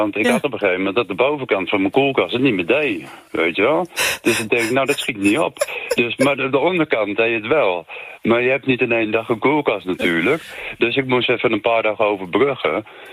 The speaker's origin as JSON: {"language": "Dutch", "region": "Utrecht", "country": "Netherlands", "said": "Luister, ik kom uit Utrecht. En wij in Utrecht moeten tussen 4 uur 's middags en 9 uur 's avonds moeten we weinig stroom gebruiken."}